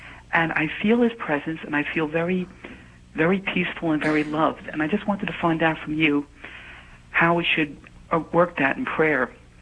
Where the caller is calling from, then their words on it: Palisades Park, New Jersey, United States; I'm calling from Palisades Park, New Jersey.